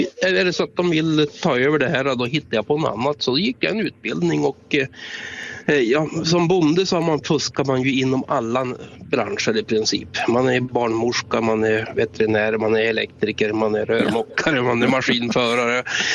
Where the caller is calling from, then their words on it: Umeå, Västerbotten County, Sweden; Jag kommer ner från Umeå.